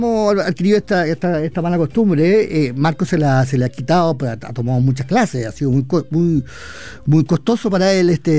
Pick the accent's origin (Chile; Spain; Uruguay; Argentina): Chile; accent: Chilean; Tengo un acento un poquito como de italiano, digamos, quiero creer yo, para no tener acento chileno.